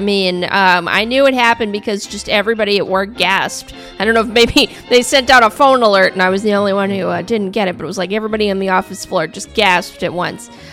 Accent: Appalachia, United States; also born or lived in West Virginia; I just feel like as an Appalachian American or whatever

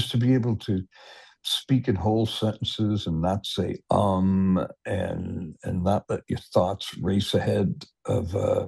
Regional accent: Detroit, Michigan, United States; there was a jazz DJ in Detroit when I was in high school

